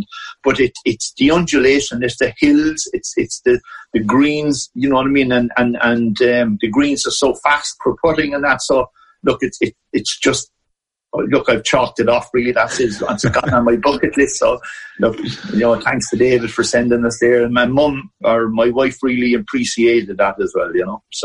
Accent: Wexford, Leinster, Ireland; moved away; where I was originally from Wexford, so we had the BBC over there.

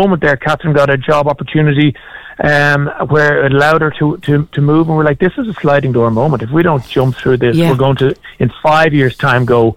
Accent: Dublin, Leinster, Ireland; moved away as an adult; now in Spain; I'm a very proud Dub. I love Dublin.

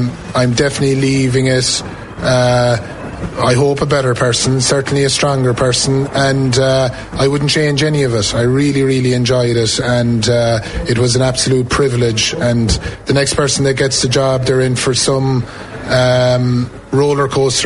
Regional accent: Lixnaw, Munster, Ireland; From my background, I come from Lixaa. I come from a hurling area.

